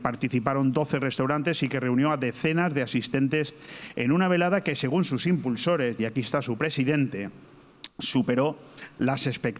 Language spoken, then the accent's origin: Spanish; Benidorm, Valencian Community, Spain; Yo soy de Benidorm